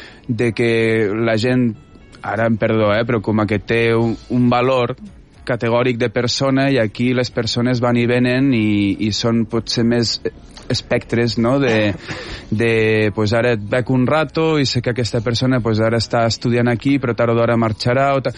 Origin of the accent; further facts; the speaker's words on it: Lleida, Catalonia, Spain; A Lleida fa boira 15 dies a l'any, vull dir que no... No, és veritat que al final som el LP de Catalunya i som com la broma fàcil, sí.